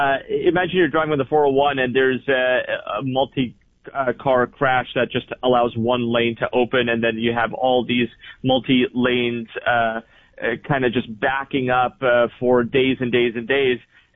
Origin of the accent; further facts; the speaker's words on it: Vancouver, British Columbia, Canada; moved away; I'm from Vancouver